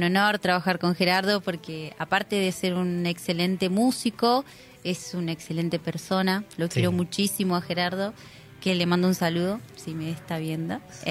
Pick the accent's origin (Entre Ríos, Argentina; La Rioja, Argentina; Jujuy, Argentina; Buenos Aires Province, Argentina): Entre Ríos, Argentina; Paraná; born there; soy de Paraná, nací acá.